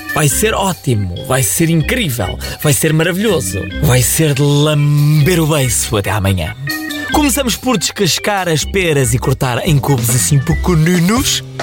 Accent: Oeste, Portugal; Eu até sou do Oeste, a terra da pera roxa.

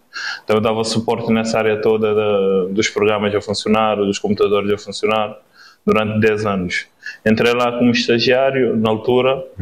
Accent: Cape Verde; moved away as an adult; now in Portugal; nós viemos na China, Ilha do Fogo.

